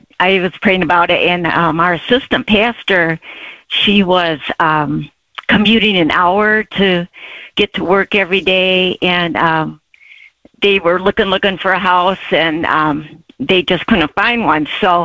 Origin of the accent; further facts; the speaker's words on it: Michigan, United States; moved away as an adult; also born or lived in West Virginia; now in Arizona, United States; I grew up in Michigan and lived there all my life